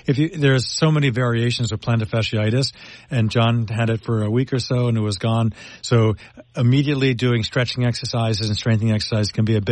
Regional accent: Bellmore, New York, United States

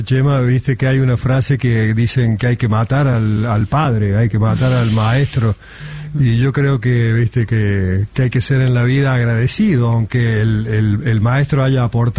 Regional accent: Córdoba, Argentina; born there; los que tuvimos la suerte de estar acá, ¿no? De nacer

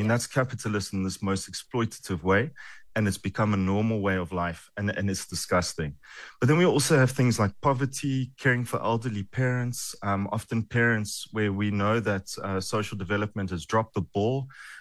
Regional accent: South Africa; I have the huge privilege of being a South African psychologist

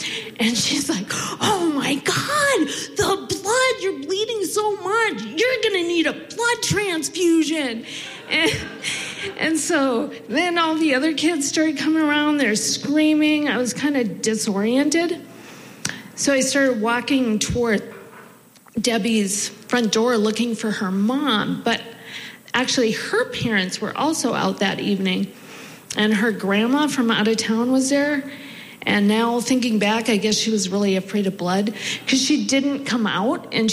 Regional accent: Mandan, North Dakota, United States; growing up in Mandan, North Dakota. So yeah, the nights went on forever. I was number 5 out of 6 children

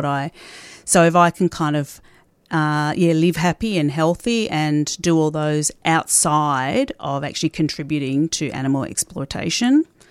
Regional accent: Geelong, Victoria, Australia; when I was growing up in Geelong

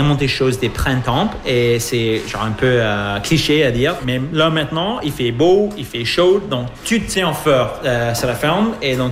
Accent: Toronto, Ontario, Canada; Après mon travail partout dans le monde, comme je viens de Toronto, j'ai commencé à travailler avec le vignoble Pearl Morissette.

